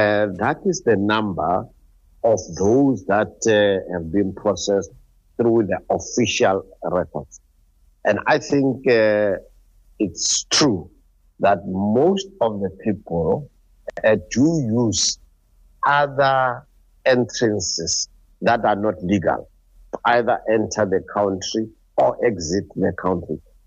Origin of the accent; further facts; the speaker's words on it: South Africa; as South African